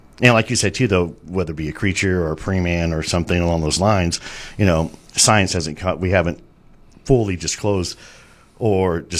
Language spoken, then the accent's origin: English; Utah, United States; So I'm originally from Utah. I'm from northern Utah. I grew up in the Wasatch Front.